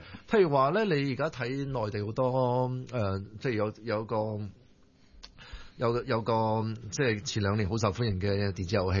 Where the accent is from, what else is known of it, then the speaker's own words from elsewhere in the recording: China; 我哋中國人就係賺錢，去令到大家有飯食，解決食飯問題，解決最重要嘅問題。